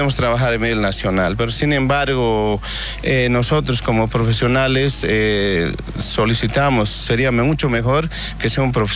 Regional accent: Bolivia; Todos somos Bolivia, todos somos de Bolivia

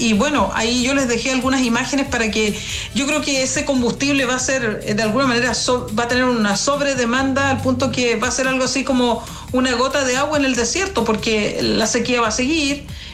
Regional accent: Chile; para una periodista chilena como yo

